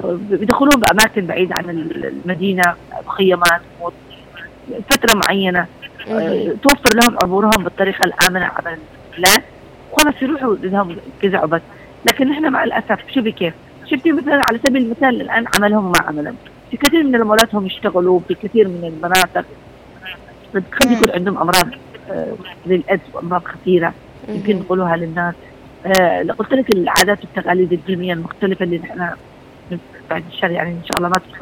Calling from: Yemen; نحن كمجتمع يمني

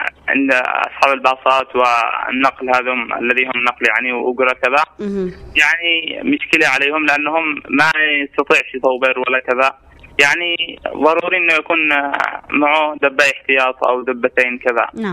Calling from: Taiz, Taiz Governorate, Yemen

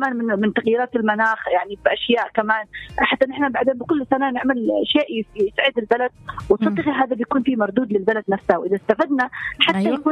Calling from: Aden, Yemen

